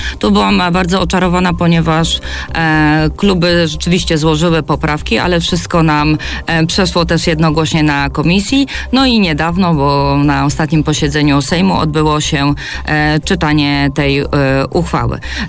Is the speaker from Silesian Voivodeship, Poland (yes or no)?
no; Mława, Masovian Voivodeship, Poland; Ja akurat byłam dumna, bo jestem tutaj rodowitą mławianką